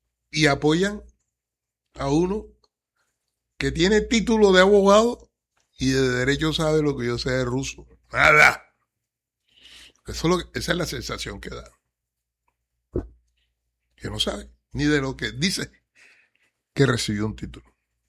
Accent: Colombia; esa es la tristeza más grande que a uno como colombiano le da.

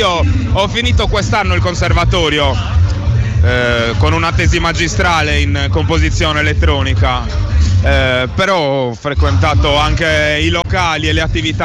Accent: Olbia, Sardinia, Italy; moved away as an adult; now in Sassari, Italy; Io vengo da Olbia, anche se originario i miei sono entrambi di Ittiri, quindi le origini ce le ho lì, però sono cresciuto a Olbia, ora sono anni che vivo a Sassari.

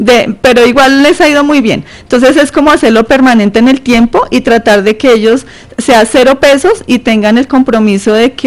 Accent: Bogotá, Colombia; soy productora y soy de Usaquén.

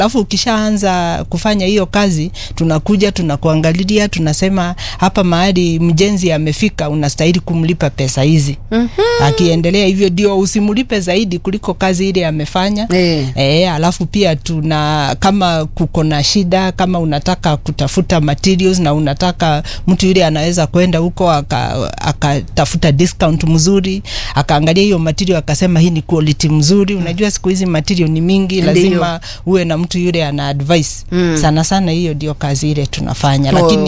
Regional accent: Nyeri County, Kenya; moved away as an adult; also born or lived in Canada; now in Nairobi, Kenya; Mimi kuzaliwa nilizaliwa Nyeri County.

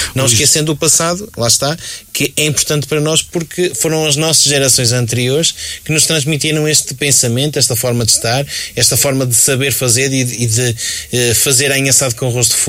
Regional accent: Norte, Portugal; Nós somos marcoenses, somos baionenses, somos da região de Tâmega e Sousa e temos esta identidade.

